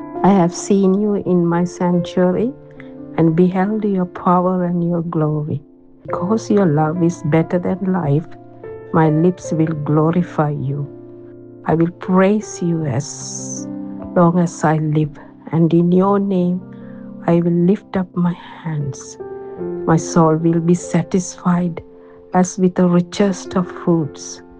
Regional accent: Wembley, London, United Kingdom; I am from Wembley.

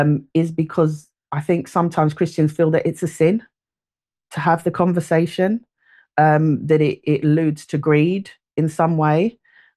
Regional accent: London, United Kingdom; I did not grow up with a silver spoon in my mouth. I grew up in Peckham and Brixton and tough areas.

